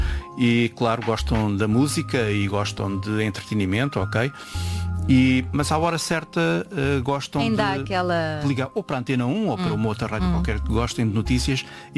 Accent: Pinhal Novo, Setúbal, Portugal; E então era muito miúdo e fui à rádio da minha terra, do Pinhal Novo.

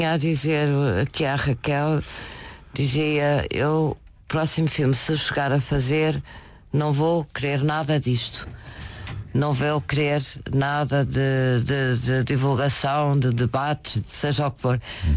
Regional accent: Lisbon, Portugal; born there; Outro dia na Praça do Município, em Lisboa, que é a terra onde eu nasci, Praça do Município

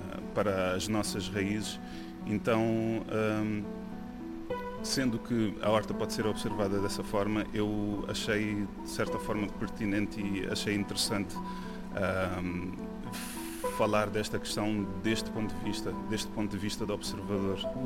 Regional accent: Cape Verde; now in Lisbon, Portugal; como cabo-verdianos residentes em Lisboa, de reivindicar o nosso espaço

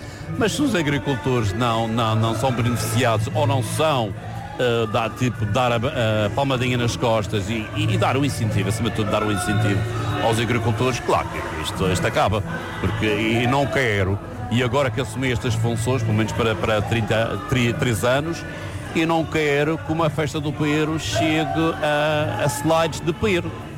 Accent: Funchal, Madeira, Portugal; now in Ponta do Pargo, Portugal; eu que sou do Funchal, estou aqui há 22 anos, mas sou do Funchal

